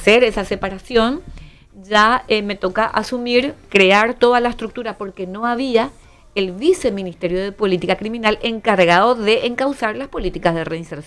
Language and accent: Spanish; Paraguay; me defino como mujer paraguaya madre